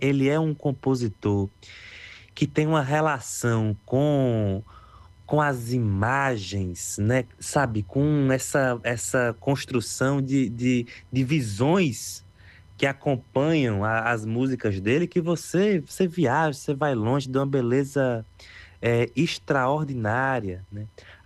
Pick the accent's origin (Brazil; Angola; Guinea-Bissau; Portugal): Brazil; Ceará; Sou cearense, né? E daí que sou de uma parte do Ceará, ali na região centro-sul, que está na divisa com a Paraíba, com o sertão paraibano.